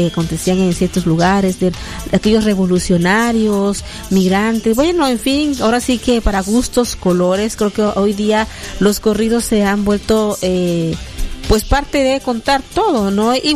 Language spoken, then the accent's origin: Spanish; Mexico; algo que nos representa como buenos mexicanos